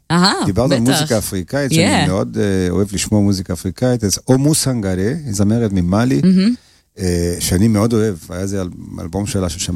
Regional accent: Rio de Janeiro, Brazil; now in Israel; אני גדלתי עם מוזיקה ברזילאית, כאילו, אני גדלתי בריו

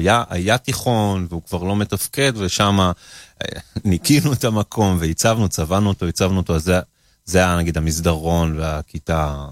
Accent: Kiryat Ekron, Central District, Israel; also born or lived in Rehovot; אנחנו מרחובות. אני מקריאת עקרונים לדייק. אבל נמוראי ברחובות.

